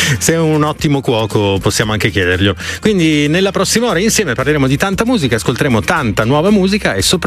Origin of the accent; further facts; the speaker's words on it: Catania, Sicily, Italy; da catanese a catanese